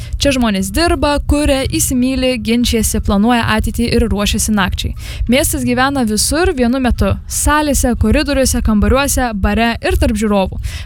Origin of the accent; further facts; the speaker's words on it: Varėna, Alytus County, Lithuania; Varėnos mano gimtąjį kraštą